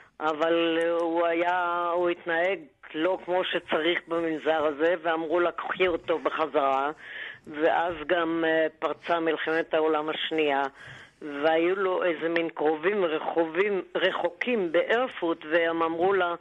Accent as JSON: {"language": "Hebrew", "town": "Tel Aviv", "region": "Tel Aviv District", "country": "Israel", "tie": "born or raised there", "said": "כן, אני תל אביבית, נולדתי אסלית תל אביבית."}